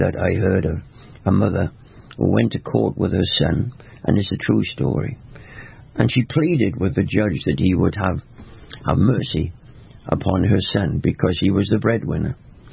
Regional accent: Wales, United Kingdom; Dito Goodness, you see, that's why I'm a Welshman, isn't it?

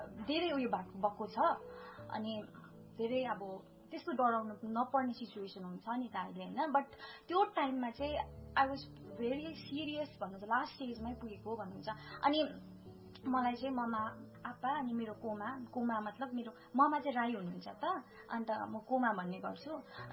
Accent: Ravangla, Sikkim, India; born there; 18 September 2000 सालमा राबङला हस्पिटलमा म जन्मेको.

